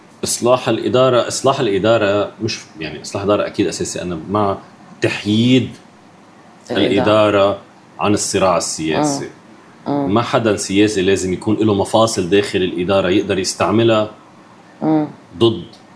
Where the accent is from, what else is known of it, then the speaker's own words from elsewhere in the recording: Lebanon; نحن كلبنانيين